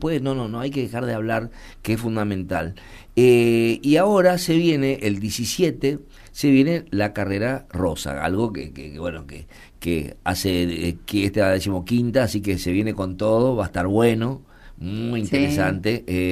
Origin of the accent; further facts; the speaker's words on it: Argentina; porque como argentinos nos gusta hablar de todo